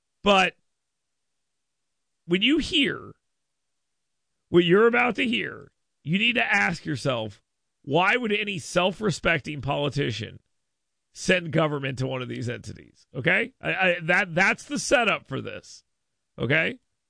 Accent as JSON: {"language": "English", "region": "Gulf Coast", "country": "United States", "tie": "born or raised there", "said": "I grew up on the Gulf of America."}